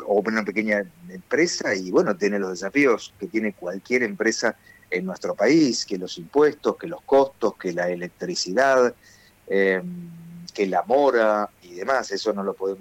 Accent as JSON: {"language": "Spanish", "town": "Mar del Plata", "region": "Buenos Aires Province", "country": "Argentina", "moved": "yes", "lives_now": "Puerto Madryn, Argentina", "said": "Yo soy de Mar del Plata y después viví 20 años en Buenos Aires. Estudié locución, periodismo y trabajé en los medios de Buenos Aires, y hace ya 16 años estoy entre Trelew y Puerto Madryn."}